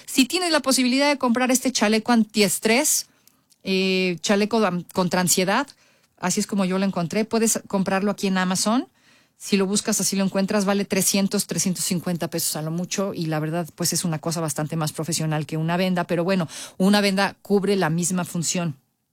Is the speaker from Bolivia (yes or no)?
no; Mexico; Que en mi barrio, en mi pueblo. Pues usted sabe, pues somos guatequeros, nos gusta el mitote a los mexicanos, así somos.